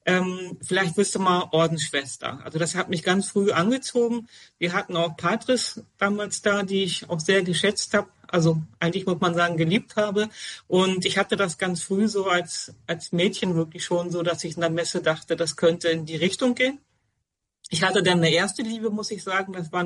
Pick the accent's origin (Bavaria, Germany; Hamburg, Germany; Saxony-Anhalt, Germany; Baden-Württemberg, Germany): Hamburg, Germany; now in Münster, Germany